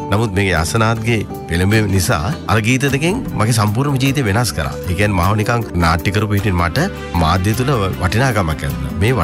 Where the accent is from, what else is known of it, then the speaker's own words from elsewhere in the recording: Western Province, Sri Lanka; මම දෙල්කඳ පරිසරය මං ඉස්සල කිව්වේ මං හැදි වැඩුණේ පරිසරයේ අම්මලයි තාත්තලයි ගෙදර